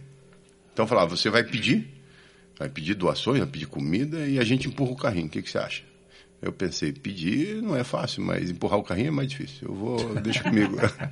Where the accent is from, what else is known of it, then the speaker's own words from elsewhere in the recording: São João do Ivaí, Paraná, Brazil; born there; Sou paranaense. Nascido no interior do Paraná, São João do Ivaí, aquela região.